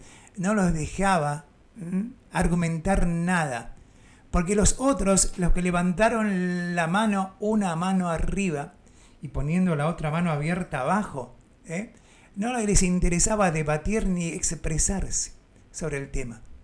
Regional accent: Bella Vista, Tucumán, Argentina; Yo soy del pago de Fernando Pedro Riera, a quien nunca conocí personalmente, pero sé que nació ahí en Bellavista.

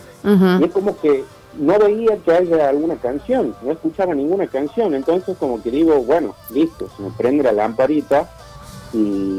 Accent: Lules, Tucumán, Argentina; yo soy de Lule.

